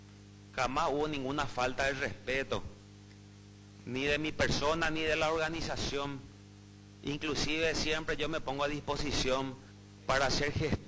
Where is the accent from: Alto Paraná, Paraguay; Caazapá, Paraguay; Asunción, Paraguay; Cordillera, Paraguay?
Asunción, Paraguay; Yo soy de Capital